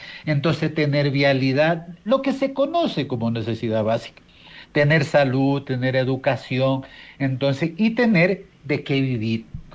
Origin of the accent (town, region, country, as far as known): Chone, Manabí, Ecuador; born or raised there